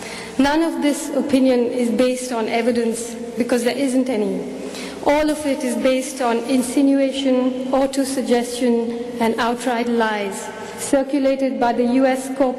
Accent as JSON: {"language": "English", "country": "India", "said": "officially entered in the big book of nations as an Indian citizen"}